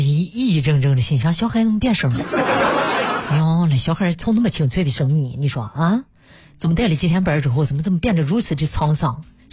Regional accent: Rizhao, Shandong, China; moved away; 日照是我的老家

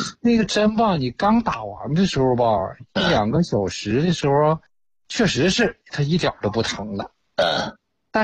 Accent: Liaoning, China; 我家是辽宁的。

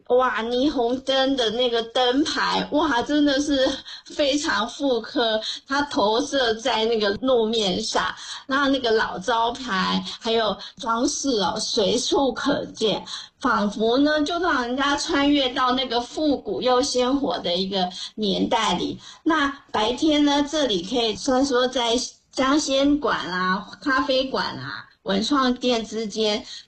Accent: Tamsui, New Taipei, Taiwan; 也是联想到我的家乡淡水这边，

